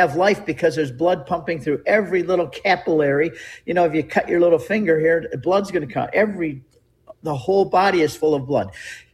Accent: United States; I love being American

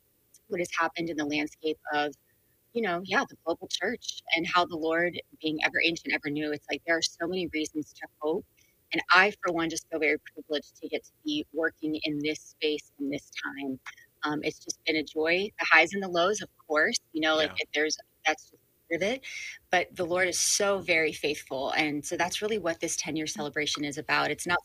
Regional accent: Cincinnati, Ohio, United States; I'm actually from Cincinnati

